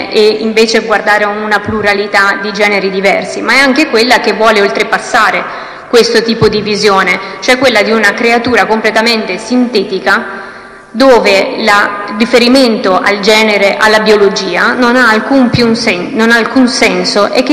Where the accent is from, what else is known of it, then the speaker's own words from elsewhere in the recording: Veneto, Italy; Ricordo da Veneta la battaglia di Futuro Nazionale proprio in Veneto